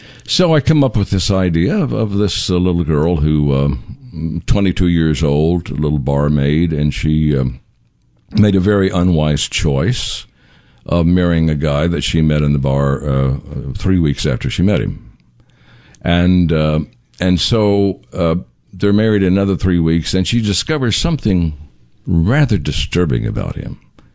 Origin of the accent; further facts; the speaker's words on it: Kirksville, Missouri, United States; also born or lived in Kansas; Kirksville, Missouri is my hometown. Uh-huh. Okay. And then I lived in Kansas for many years.